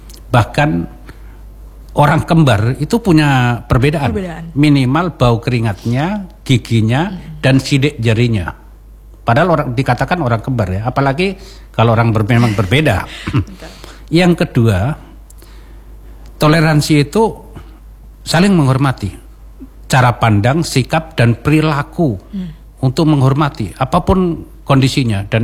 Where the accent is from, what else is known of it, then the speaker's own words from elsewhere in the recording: Java, Indonesia; Saya ini orang Jawa tapi saya suka.